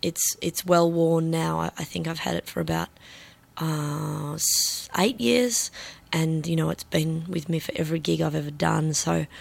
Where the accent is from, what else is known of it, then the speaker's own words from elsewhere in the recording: Daylesford, Victoria, Australia; I grew up outside of Daylesford in a mud brick house, very isolated